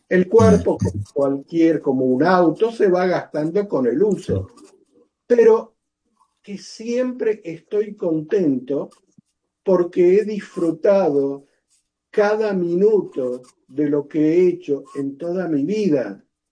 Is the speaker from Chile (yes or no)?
no; Argentina; Y yo soy originario de Argentina.